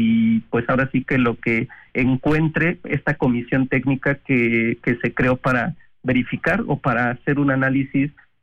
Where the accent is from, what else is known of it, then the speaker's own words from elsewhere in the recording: Mexico; Y creo que nosotros como mexicanos, al depender de la tecnología